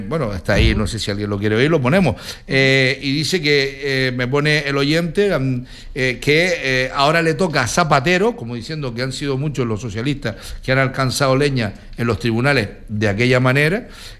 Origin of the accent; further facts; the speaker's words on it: Arrecife, Canary Islands, Spain; yo que viví con mi infancia en Arrecife